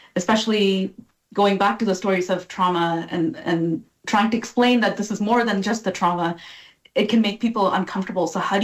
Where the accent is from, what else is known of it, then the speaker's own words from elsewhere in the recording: South India, India; born there; Like I think about my childhood. I was born in South India.